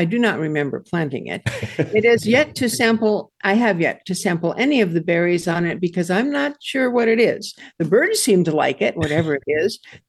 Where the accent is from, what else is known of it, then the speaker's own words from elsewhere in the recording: Michigan, United States; He keeps writing to me about Michigan things because I'm from Michigan.